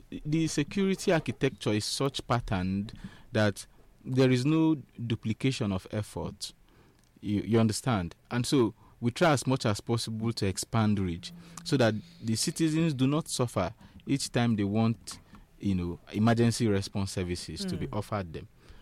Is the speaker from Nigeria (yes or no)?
yes; Nigeria; Yeah, I'm a Nigerian